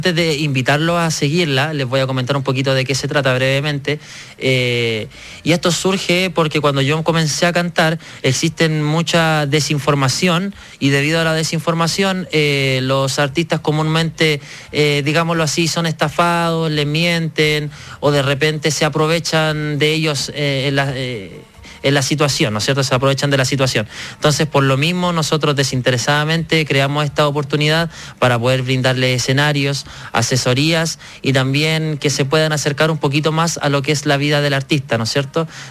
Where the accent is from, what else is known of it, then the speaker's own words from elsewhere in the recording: Curacaví, Santiago Metropolitan Region, Chile; enviarle un cariñoso saludo a mi Curacaví, que me ha visto crecer, que es mi tierra